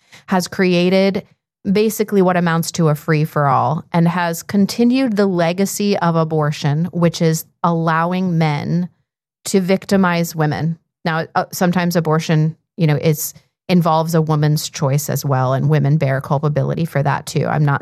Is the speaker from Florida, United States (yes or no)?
no; Ohio, United States; Before we break, though, I do want to ask if you've seen this news from my home state. So usually when we're talking about people behaving badly, we're talking about your home state, and I will allow people to draw their own conclusions about that, of Colorado. But today we're going to talk about Ohio